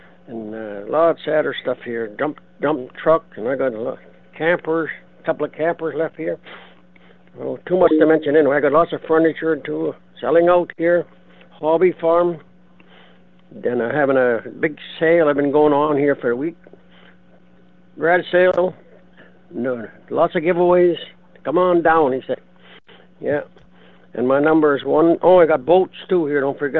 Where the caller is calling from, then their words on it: Manitoba, Canada; Sunny Interlake today.